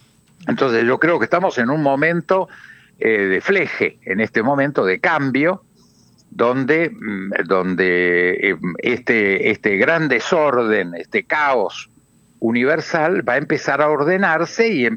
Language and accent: Spanish; Villaguay, Entre Ríos, Argentina; yo soy de origen de Villaguay, o sea que tengo ahí un origen entrerriano del cual, por supuesto, estoy muy orgulloso.